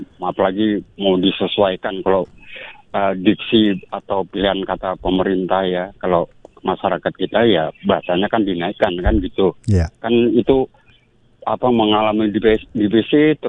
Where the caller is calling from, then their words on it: Kutai Barat, East Kalimantan, Indonesia; Nah, itu info saya dari Kutai Barat.